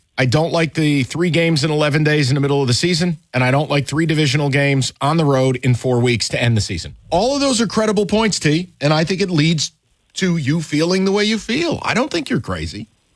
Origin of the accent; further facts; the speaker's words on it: New York, United States; Well, I'm from New York State.